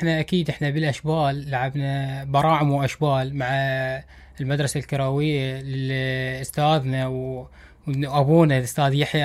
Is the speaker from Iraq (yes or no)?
yes; Iraq; عندنا بالبصرة نادي مثلا، وببغداد نادي، وبالفرات الأوسط 4 أندية